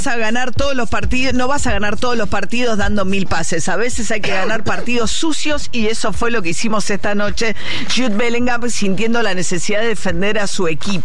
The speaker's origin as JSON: {"language": "Spanish", "country": "Argentina", "said": "Somos todos hinchas, somos todos argentinos"}